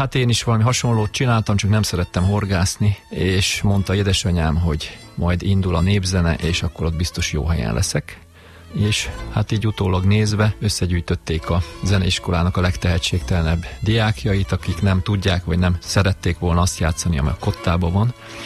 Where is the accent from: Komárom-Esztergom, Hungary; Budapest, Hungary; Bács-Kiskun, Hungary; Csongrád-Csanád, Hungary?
Komárom-Esztergom, Hungary; Komárom; Komáromból jöttem. Hát egész kiskoromban ismerkedtem meg a népzenével, mint ahogy a szokás, a gyerekeket beirattak engem is a zeneiskolába Komáromban